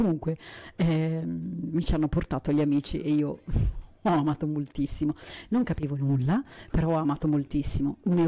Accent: Lombardy, Italy; accent: Lombard; questo mio accento, questo mio modo di non saper parlare in maniera diversa, che mi forse un po' più dura, forse il lombardo è più dura come lingua

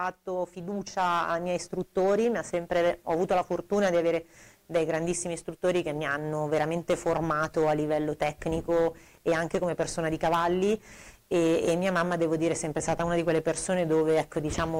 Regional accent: Lecco, Lombardy, Italy

